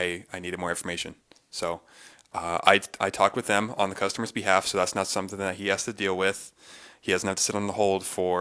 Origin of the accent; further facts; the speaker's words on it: California, United States; moved away as an adult; now in Sandpoint, United States; I grew up in Northern California and moved here about 5 years ago. So, Sandpoint transplant as well.